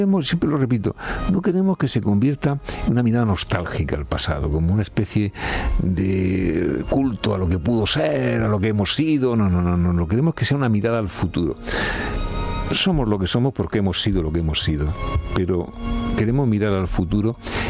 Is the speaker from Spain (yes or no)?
yes; Murcia, Region of Murcia, Spain; born there; Mis padres tampoco eran de Murcia, entonces pues yo ya nací en Murcia, y todos mis hermanos